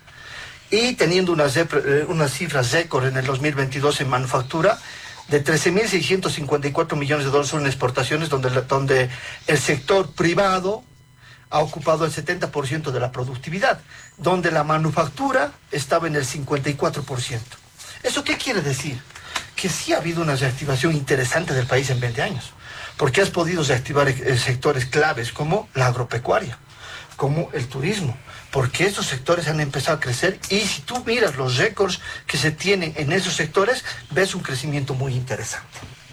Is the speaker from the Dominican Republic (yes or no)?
no; Bolivia; nos tendría que llamar la atención como bolivianos.